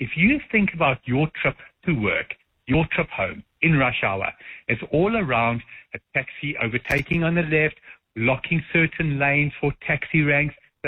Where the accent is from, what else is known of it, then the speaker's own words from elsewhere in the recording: South Africa; I'm proudly South African.